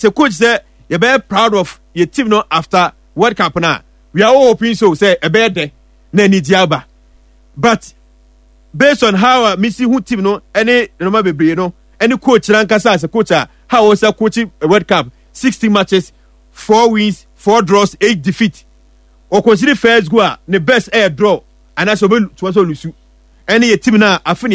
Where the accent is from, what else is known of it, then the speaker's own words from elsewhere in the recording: England, United Kingdom; I'm from England.